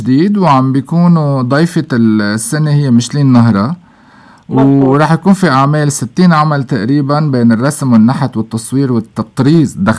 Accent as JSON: {"language": "Arabic", "country": "Lebanon", "said": "نحن كلبنانيين مفركشين فيه"}